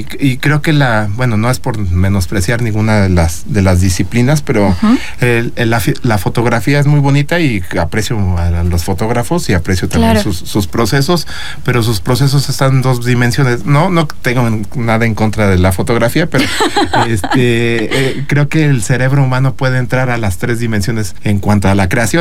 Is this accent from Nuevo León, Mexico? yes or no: no; Mexico City, Mexico; now in Querétaro, Mexico; yo soy de la Ciudad de México y pues ya tengo muchos años aquí en Querétaro. Tengo más años en Querétaro que en la Ciudad de México